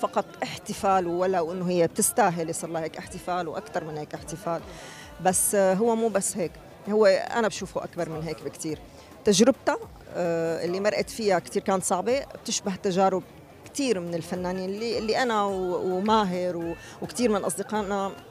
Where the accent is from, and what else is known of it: Syria; accent: Syrian dialect